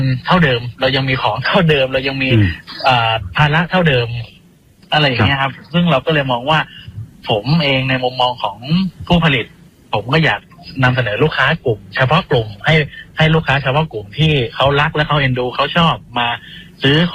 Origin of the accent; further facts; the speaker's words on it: Chumphon, Thailand; ผมเป็นคนชุมพรคนหนึ่งที่เราอยู่ในยุคที่ผ่านพ้นเรื่องราวทั้งหมดมาแล้ว